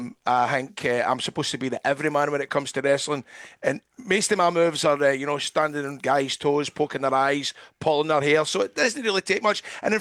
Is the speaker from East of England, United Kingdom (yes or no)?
no; Saltcoats, Scotland, United Kingdom; I was in my hometown of Salkett's